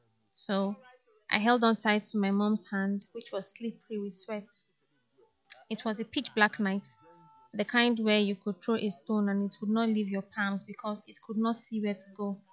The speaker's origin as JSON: {"language": "English", "region": "Middle Belt", "country": "Nigeria", "said": "I'm from Middle Belt."}